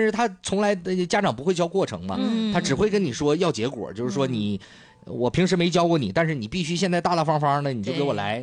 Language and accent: Chinese; Northeast China, China; 作为北方人和东北人来说